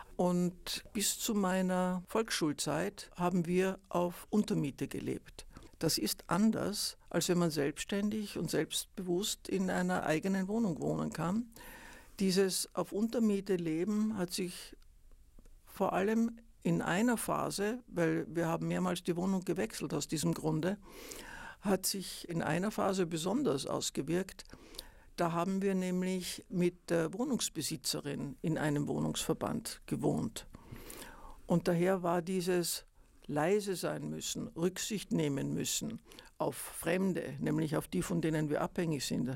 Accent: Vienna, Austria; born or raised there

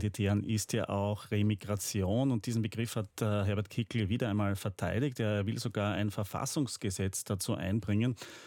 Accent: Austria; Da haben bei uns in Österreich wahrscheinlich viele sofort auf den Wahlkalender geschaut, denn auch bei uns ist die FPÖ in den Umfragen mit deutlichem Abstand vorne

